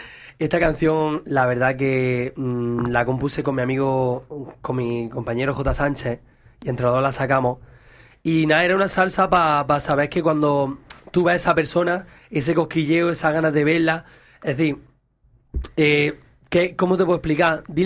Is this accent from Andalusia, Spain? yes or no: yes; Tabernas, Andalusia, Spain; el Festival Western de Tabernas de mi pueblo, el Desierto Taberna.